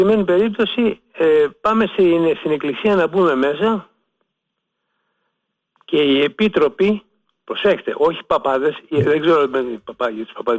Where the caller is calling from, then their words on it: Peloponnese, Greece; Είναι τιμή μου και καμάρι μου που είμαι από τη Μάνη και μέσα από τη Μέσα Μάνη που κανόνει και πύραυλος δεν τη φτάνει.